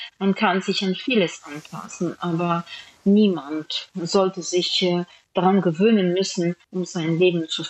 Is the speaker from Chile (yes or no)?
no; Odesa, Odesa Oblast, Ukraine; Aber verstehen Sie, die Ukraine ist meine Heimat und hier sind meine Arbeit, meine Freunde, meine Erinnerungen. Mein ganzes Leben ist mit der Ukraine verbunden.